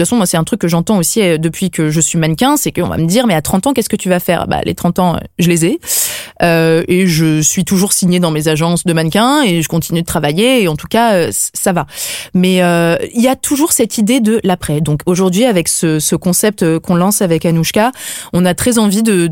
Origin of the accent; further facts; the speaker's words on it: La Rochelle, Nouvelle-Aquitaine, France; La Rochelle, qui est ma ville natale, que j'adore.